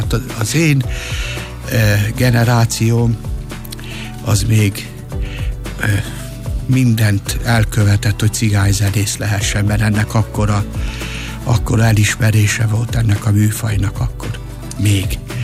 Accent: Zalaegerszeg, Zala, Hungary; also born or lived in Győr; Úgy bandikám, hogy akkor már ugye Zalaegerszegen laktunk, egyébként Győrbe születtem, de ott laktunk akkor már Zalaegerszegen, olyan 8-9 éves volt

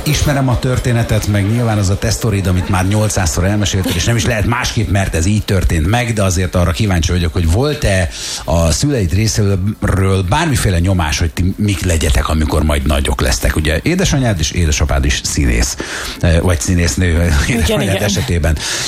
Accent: Szekszárd, Tolna, Hungary; én Szekszárdon nőttem fel

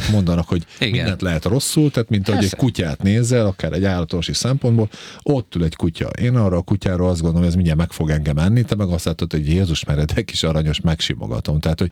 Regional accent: Hungary; én nagyon szeretek itt élni, és én nagyon szeretek magyarnak lenni.

